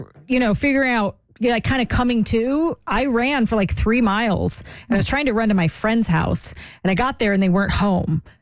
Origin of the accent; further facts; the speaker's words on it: Los Angeles, California, United States; I grew up